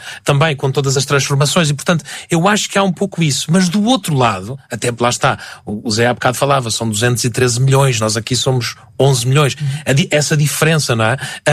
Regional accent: Portugal; moved away; also born or lived in Brazil; há sempre aquela piada do Tuga, e por causa do nosso sotaque, mas depois ele é bem integrado, e eu posso dizer que toda a vida que vivi lá, fui bem integrado e nunca me senti, e isto é verdade, eu nunca me senti um estrangeiro.

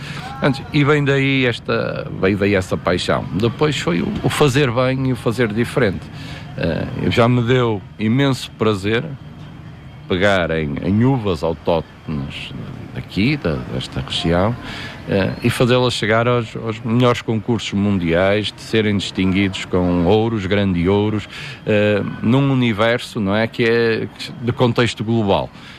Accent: Marco de Canaveses, Norte, Portugal; moved away as an adult; now in Amarante, Portugal; Eu sou natural do Mar Canaveses, um concelho vizinho, mas, por ironia do destino, vim parar a Amarante, Agatão, em específico

